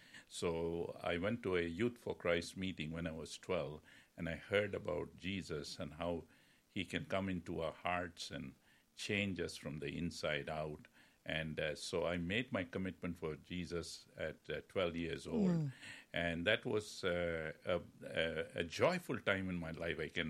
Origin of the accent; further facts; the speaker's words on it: Chennai, Tamil Nadu, India; moved away; I was born in India in a place called Chennai, in the South India. And that was in 1956. And my father and mother were Christian parents